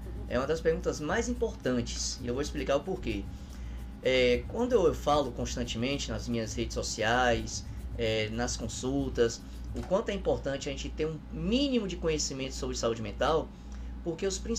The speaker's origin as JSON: {"language": "Portuguese", "area": "Guaratinga", "region": "Bahia", "country": "Brazil", "tie": "born there", "also_born_or_lived": "Itabela / Eunápolis", "said": "Eu sou de Guaratinga, tá? Minha família paterna é de Guaratinga"}